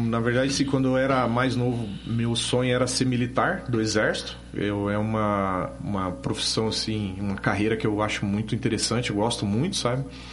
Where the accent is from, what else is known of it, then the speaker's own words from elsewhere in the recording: São Paulo, Brazil; also born or lived in Northeast Brazil; now in Quatro Barras, Brazil; Eu passei a grande parte da minha infância em São Paulo. Depois a gente foi para o Nordeste, minha mãe é nordestina. E aí, enfim, a gente veio aqui para o Sul, fomos morar ali em Quatro Barras.